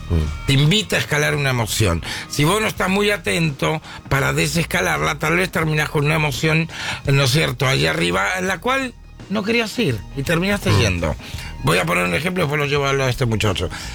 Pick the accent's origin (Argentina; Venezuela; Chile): Argentina